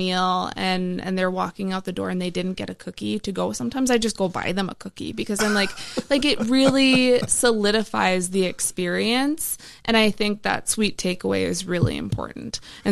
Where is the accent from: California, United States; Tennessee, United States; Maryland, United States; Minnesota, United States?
Minnesota, United States; White Earth Reservation; I grew up on the White Earth Reservation